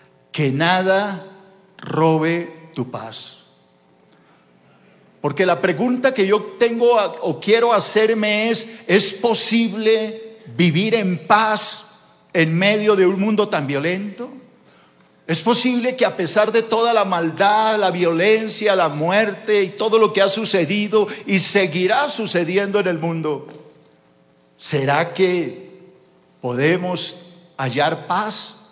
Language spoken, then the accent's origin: Spanish; Colombia; born there